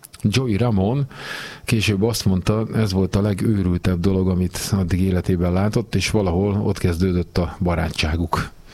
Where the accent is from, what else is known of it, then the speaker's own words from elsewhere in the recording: Csongrád, Csongrád-Csanád, Hungary; born there; én ugye Csongrádon születtem